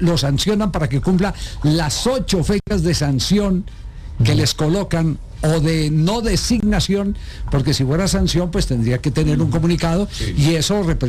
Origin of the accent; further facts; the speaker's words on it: Caldas, Colombia; es frente al equipo de mi tierra